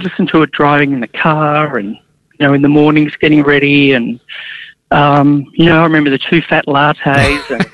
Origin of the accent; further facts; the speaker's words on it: Melbourne, Victoria, Australia; Look, another thing is I live in Tasmania and I'm from Melbourne. And it's my little sort of piece of Melbourne that I still have with me.